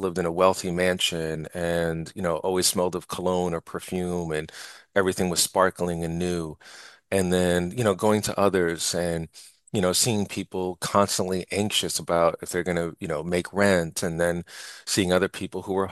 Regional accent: New York, United States; moved away; also born or lived in Pennsylvania; being born and raised in New York, but then spending time in Pennsylvania and spending time throughout the country.

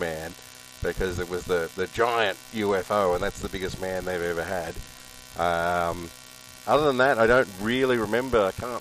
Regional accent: Australia; now in Ottawa, Canada; I'm Australian. I've lived in Ottawa for 18 years.

